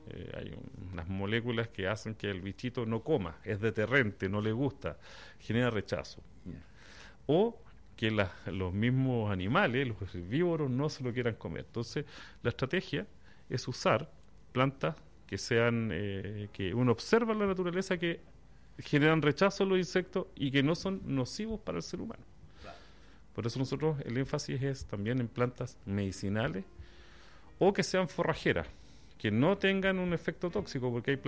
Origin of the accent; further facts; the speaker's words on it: Valdivia, Los Ríos, Chile; moved away as an adult; now in Valparaíso, Chile; Soy valdiviano de origen.